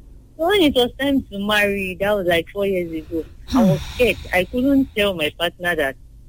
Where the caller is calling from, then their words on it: Edo, Nigeria; I'm calling from Edo.